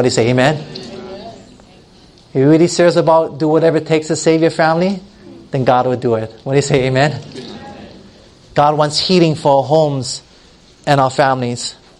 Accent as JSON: {"language": "English", "town": "Hilo", "region": "Hawaii", "country": "United States", "tie": "born or raised there", "moved": "as an adult", "said": "back to my hometown where I grew up in Hilo, Hawaii. My family's from, they all lived there"}